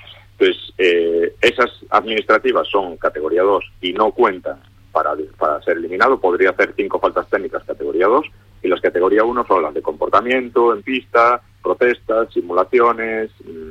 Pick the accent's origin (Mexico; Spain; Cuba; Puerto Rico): Spain; A Coruña, Galicia; yo soy de Galicia.